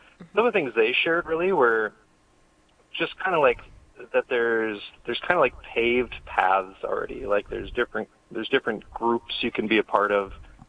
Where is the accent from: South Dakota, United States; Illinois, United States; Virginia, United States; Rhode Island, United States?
South Dakota, United States; Sioux Falls; I'm from Sioux Falls. I go to St. Lambert Parish.